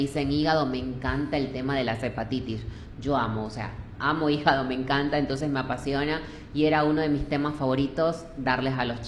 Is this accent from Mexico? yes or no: no; Manta, Manabí, Ecuador; Soy de Manabí, de Manta.